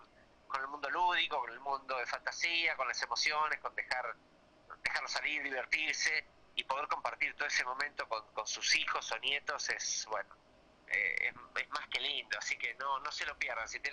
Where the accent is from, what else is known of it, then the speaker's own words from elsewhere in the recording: Capilla del Monte, Córdoba, Argentina; moved away as an adult; now in Buenos Aires, Argentina; yo soy nací en Buenos Aires y cuando tenía un año me llevaron a vivir a Capilla del Monte y me crié ahí. Capilla del Monte es un pueblito al norte del Valle de Punilla, en la provincia de Córdoba, en la ciudad que está enclavada al pie del Cerro Vitorco.